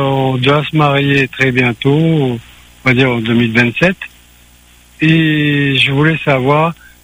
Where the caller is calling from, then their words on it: East of Réunion, Réunion; Oui, excusez-moi, je suis dans l'Est. Je voulais savoir, c'est un petit peu spécial mon cas. Je suis à La Réunion